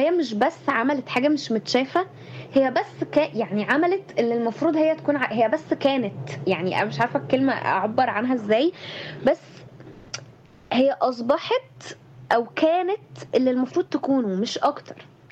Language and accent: Arabic; Egypt; لينا كلنا كمصريين